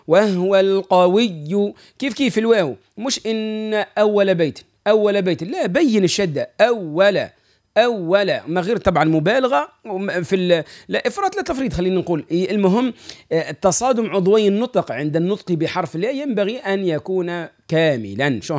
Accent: Tunisia; accent: Tunisian; نحن في لهجتنا التونسية العادية

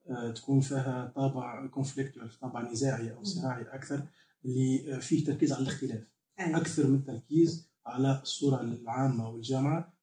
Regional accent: Sousse, Sousse Governorate, Tunisia; اي اكيد، بوم ايمن بيتي من سوسه، مولود في سوسه، دونك بيتي بيئه تونسيه عاديه جدا

